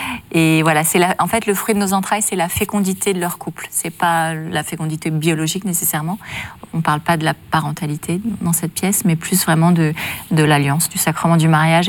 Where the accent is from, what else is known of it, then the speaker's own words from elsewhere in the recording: Paris, Île-de-France, France; Bah, je suis une parisienne, très parisienne, assez mondaine.